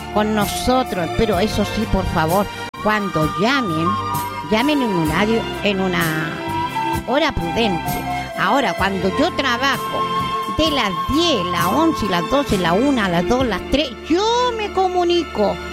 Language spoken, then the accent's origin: Spanish; Chile; yo soy chilena, no soy extranjera